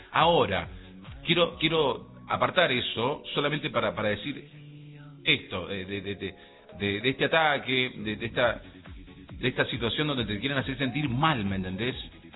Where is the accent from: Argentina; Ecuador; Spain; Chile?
Argentina; Rama Caída, Mendoza